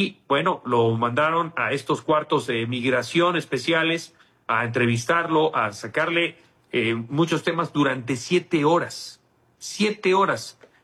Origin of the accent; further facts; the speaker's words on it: Mexico; los tapatíos dando ya la cara de la fraternidad de cómo somos los mexicanos